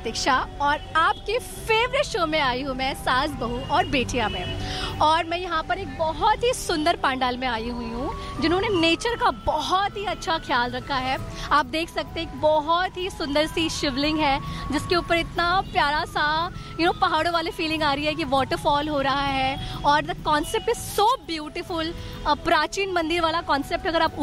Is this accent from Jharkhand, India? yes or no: no; Uttar Pradesh, India; वैसे मेरा home town UP है, तो वहाँ के लोग अक्सर मुझे गणेश उत्सव के बारे में पूछते भी हैं कि यहाँ पे कैसा होता है।